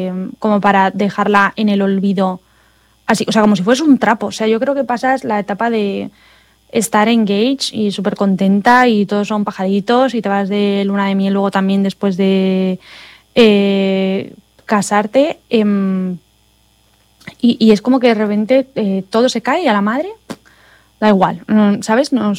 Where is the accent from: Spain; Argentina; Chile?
Spain; moved away as an adult; now in United States; yo vengo de España donde hay seguro médico